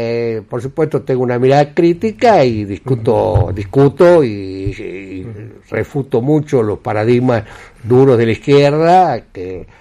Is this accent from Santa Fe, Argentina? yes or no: yes; Santa Fe, Argentina; Venimos todos de la Pampa Gringa.